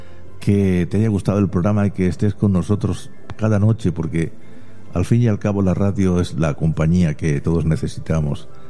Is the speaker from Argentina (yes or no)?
no; Granada, Andalusia, Spain; also born or lived in Murcia; yo soy de Murcia. Pero vamos, que los primeros dientes de leche no me salieron en Murcia, me salieron en Albaicín, en Granada.